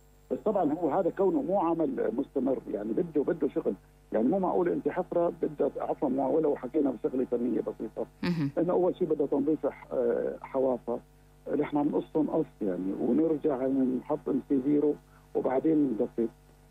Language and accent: Arabic; Rif Dimashq, Syria; احنا حريصين على بلدتنا كلياتها يعني،